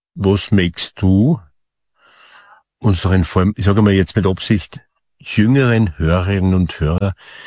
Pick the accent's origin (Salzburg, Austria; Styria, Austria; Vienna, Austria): Styria, Austria; Wir sind Steirer, wir sind in der Steiermark aufgewachsen